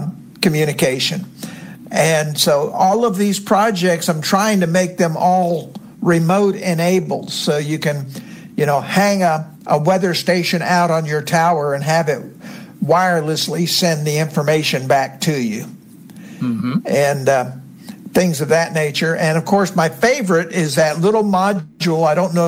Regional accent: Florida, United States; moved away; I grew up in Florida

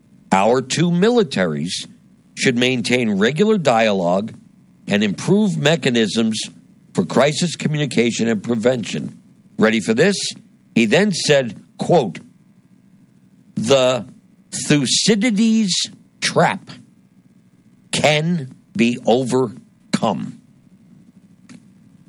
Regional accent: New Jersey, United States; my home state of New Jersey

